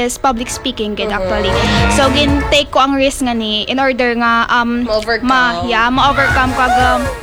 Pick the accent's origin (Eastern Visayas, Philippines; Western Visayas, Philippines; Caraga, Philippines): Western Visayas, Philippines; Pilar; From San Pedro Pilar Capiz!